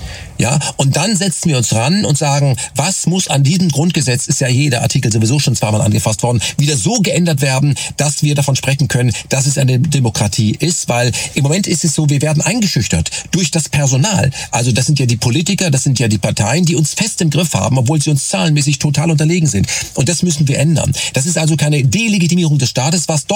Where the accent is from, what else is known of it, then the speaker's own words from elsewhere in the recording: Germany; als Deutsche mit deutschem Pass